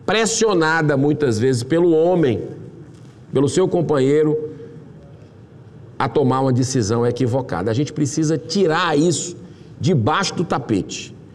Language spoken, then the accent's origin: Portuguese; Juazeiro do Norte, Ceará, Brazil; Lá da minha terra, de Juazeiro do Norte, terra de Padim Cícero, nosso padim, nosso querido Padre Cícero